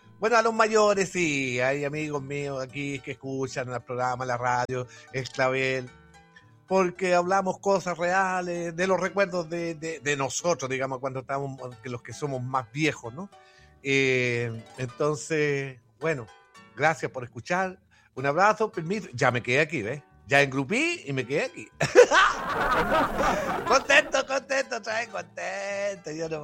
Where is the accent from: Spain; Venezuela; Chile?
Chile; San Clemente, Maule; born there; Venido también de parte de San Clemente, no tan solo de acá, de Talca, porque yo nací en el Fundo San Miguel Abajo. Nací yo en el Fundo San Miguel Abajo, ahí esa noche nací yo. Un 25 de noviembre de 1959